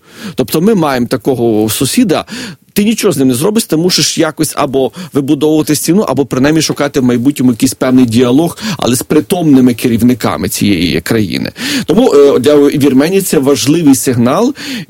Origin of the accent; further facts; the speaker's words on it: Galicia, Ukraine; у нас на Галичині кажуть, гендлювати.